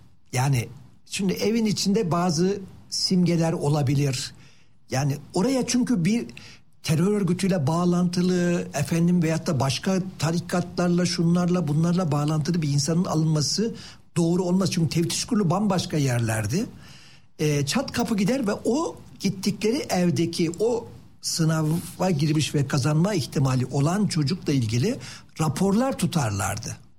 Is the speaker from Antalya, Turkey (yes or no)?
yes; Antalya, Turkey; ben Antalyalıyım. Bütün Antalya bölgesindeki turizm çöktü.